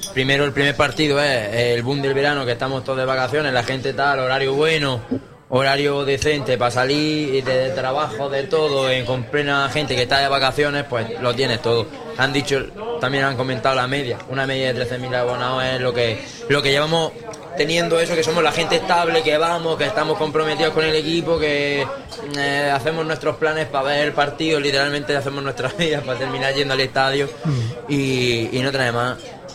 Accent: Andalusia, Spain; Encima yo soy de pueblo, soy de Huerca.

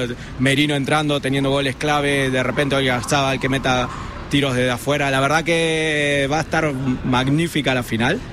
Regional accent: Argentina; now in Mexico; Mira, somos argentinos, pero viviendo en México hace 12 años.

